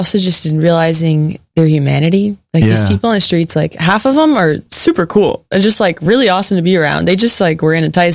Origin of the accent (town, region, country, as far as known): Texas, United States